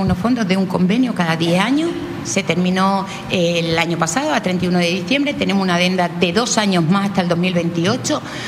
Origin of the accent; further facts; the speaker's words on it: Melilla, Spain; born there; now in Lanzarote, Spain; Yo nací en Melilla, entonces conozco muy bien lo que es Ceuta